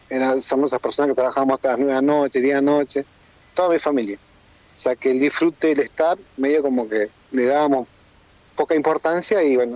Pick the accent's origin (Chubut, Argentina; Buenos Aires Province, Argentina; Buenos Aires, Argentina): Chubut, Argentina; Comodoro Rivadavia; born there; El barrio donde yo nací, barrio La Pría